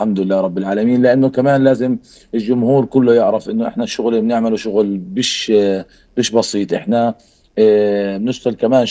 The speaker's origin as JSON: {"language": "Arabic", "country": "Palestine", "said": "لنا كفلسطينيين"}